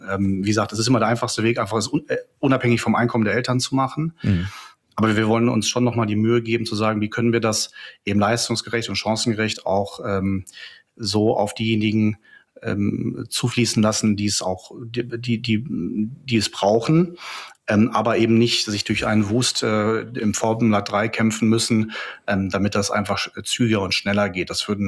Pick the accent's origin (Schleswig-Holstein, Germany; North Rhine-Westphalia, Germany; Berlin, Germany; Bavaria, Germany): North Rhine-Westphalia, Germany; wenn für ganz Ostwestfalen-Lippe, meine Heimatregion, jedes Jahr da über 500.000 Papierseiten ausgedruckt werden müssen